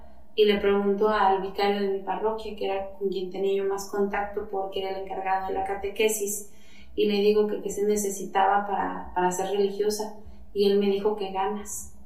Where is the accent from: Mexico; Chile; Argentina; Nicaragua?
Mexico; Michoacán; moved away; Yo soy originaria de Michoacán